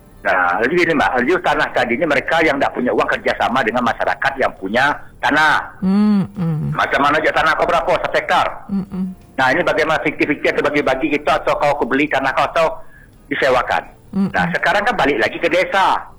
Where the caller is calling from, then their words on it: Jambi, Indonesia; di Komang Kuning daerahku